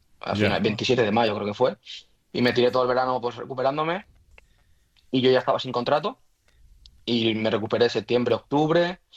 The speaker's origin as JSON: {"language": "Spanish", "town": "Valencia", "region": "Valencian Community", "country": "Spain", "said": "mucha gente te piensa que soy de Cullera, pero soy de Valencia."}